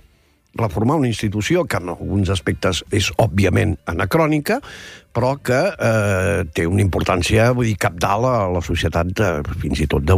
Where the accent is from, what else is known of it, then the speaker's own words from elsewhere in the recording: Vic, Catalonia, Spain; Jo sóc de Vic, també cal dir-ho, a la ciutat dels Sants, vull dir, família de capellans, també, doncs, sobretot per part de la meva mare, alemanys